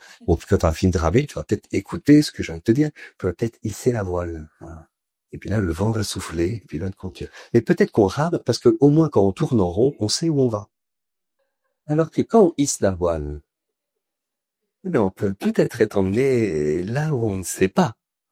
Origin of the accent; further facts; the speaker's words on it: France; parce qu'on est français